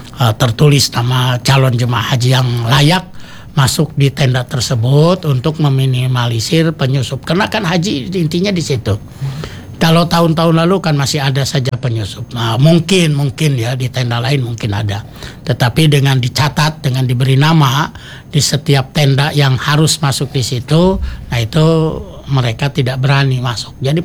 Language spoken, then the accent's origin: Indonesian; Indonesia